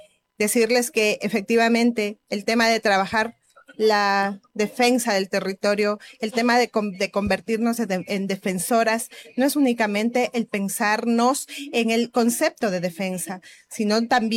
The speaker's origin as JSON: {"language": "Spanish", "country": "Ecuador", "said": "yo soy ecuatoriana"}